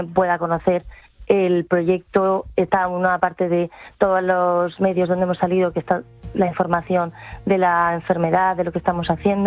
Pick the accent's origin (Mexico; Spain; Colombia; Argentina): Spain; El Escorial, Community of Madrid; Somos del Escorial